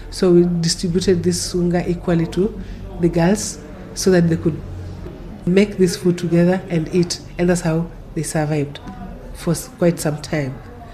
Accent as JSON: {"language": "English", "town": "Kilifi", "region": "Kilifi County", "country": "Kenya", "said": "I come from Kilifi, you know, I cannot travel to Kilifi."}